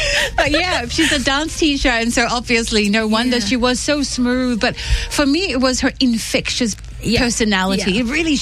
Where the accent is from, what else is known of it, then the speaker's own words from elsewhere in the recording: Tonga; I'm Tonga